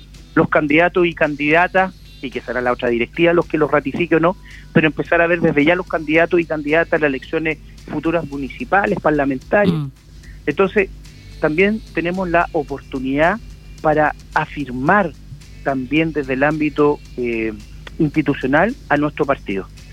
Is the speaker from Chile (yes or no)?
yes; Concepción, Biobío, Chile; soy de regiones. Soy nacido y criado en Concepción, fui alcalde 12 años en Concepción